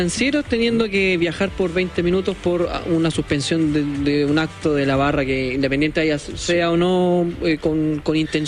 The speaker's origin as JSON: {"language": "Spanish", "country": "Chile"}